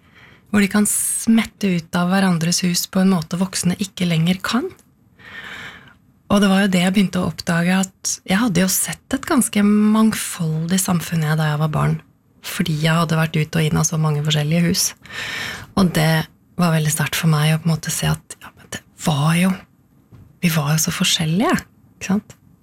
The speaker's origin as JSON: {"language": "Norwegian", "town": "Koppang", "region": "Innlandet", "country": "Norway", "tie": "born or raised there", "said": "Ja, jeg har vokst opp på Koppang i Stor-Elvdal kommune. Og det ligger midt mellom, hva skal jeg si da? Midt mellom Elverum og Tynset, i Midt-Østerdalen."}